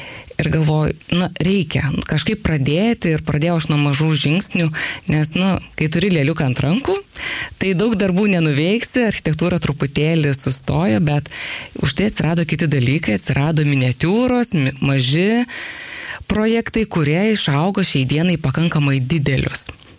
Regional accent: Utena, Utena County, Lithuania; moved away as an adult; also born or lived in Vilnius; now in Molėtai, Lithuania; aš gimiau ir užaugau Utenoje, o paskui, kai dažnas studentas kažkurio metu studijuoja didmiestyje, tai šiuo atveju Vilniuje

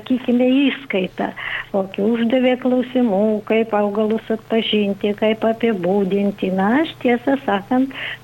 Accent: Salakas, Utena County, Lithuania; moved away; nu iš kur kilusi, nu sakau, iš rytų. Aukštaitijos

